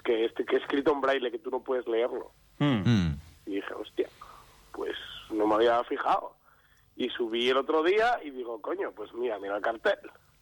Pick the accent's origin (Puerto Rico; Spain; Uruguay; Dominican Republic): Spain; Avilés, Asturias; La historia es que en Avilés, en mi pueblo...